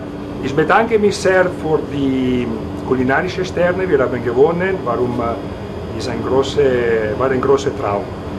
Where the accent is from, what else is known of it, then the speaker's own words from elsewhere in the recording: Italy; German is a second language; moved away as an adult; now in Germany; ich komme aus Italien, ich bin hier vor 6 Jahren